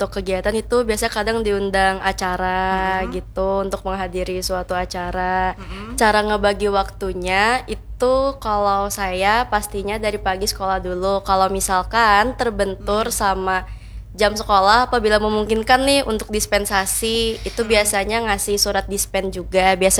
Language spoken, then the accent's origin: Indonesian; Banjarmasin, South Kalimantan, Indonesia; Banjar asal aku Masin. Dari SMP Negeri 6 Banjarmasin.